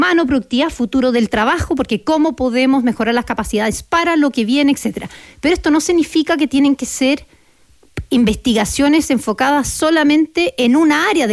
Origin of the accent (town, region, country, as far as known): Chile